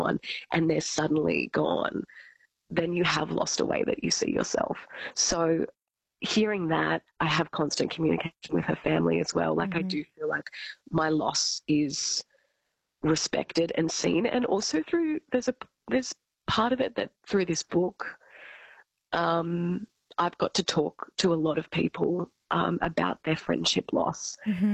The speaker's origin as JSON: {"language": "English", "town": "Albury", "region": "New South Wales", "country": "Australia", "said": "in Albury Wodonga. So I'm"}